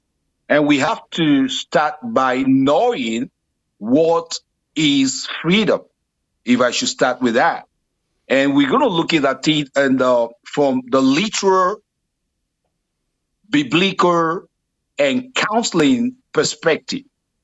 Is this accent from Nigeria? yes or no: yes; Nigeria; now in Australia; Okay, I'm originally from Nigeria.